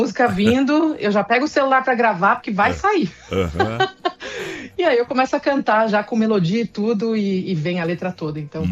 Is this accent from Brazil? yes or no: yes; São Paulo, Brazil; born there; also born or lived in Marília, São Paulo; Eu nasci em Marília, interior de São Paulo. Uhum. Mas passei grande parte da minha vida em São Paulo.